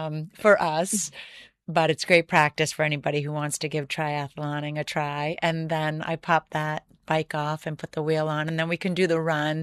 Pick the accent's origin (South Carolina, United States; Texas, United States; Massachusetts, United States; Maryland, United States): Massachusetts, United States; Tyngsborough; But we try to get to try on Wednesdays in my hometown in Tingsboro.